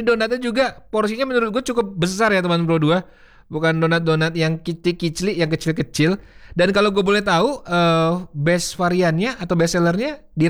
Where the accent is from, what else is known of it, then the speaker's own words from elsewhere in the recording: Bekasi, West Java, Indonesia; gue nih orang Bekasi, sejujurnya gue orang Bekasi ya.